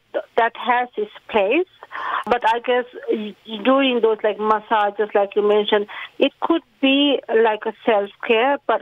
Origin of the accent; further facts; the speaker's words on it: Sri Lanka; now in Canberra, Australia; Yes, so my background is I'm from Sri Lanka, so I came over 30 plus years ago.